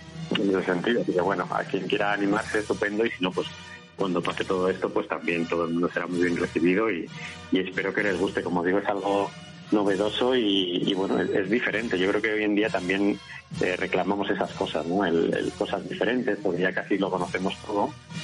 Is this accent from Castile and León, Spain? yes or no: yes; Salamanca, Castile and León, Spain; soy de Salamanca